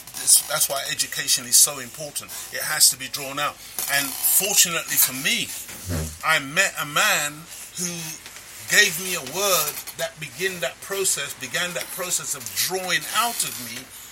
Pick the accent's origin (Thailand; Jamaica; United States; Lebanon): Jamaica; I'm a Jamaican.